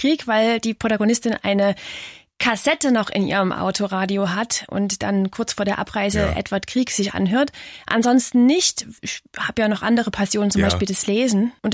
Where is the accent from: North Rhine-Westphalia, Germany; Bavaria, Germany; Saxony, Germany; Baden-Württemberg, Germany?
Saxony, Germany; Dresden; ich bin ja Dresdnerin, habe meine Großeltern viel über den Krieg ausgefragt